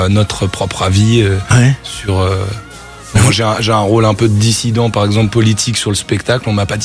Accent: Paris, Île-de-France, France; Parce que malheureusement, je suis de Paris.

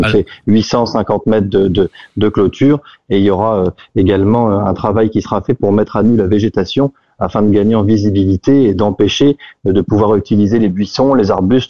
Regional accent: Hauts-de-France, France; now in Abbeville, France; chez nous, dans le Nord, le Pas-de-Calais, la Somme

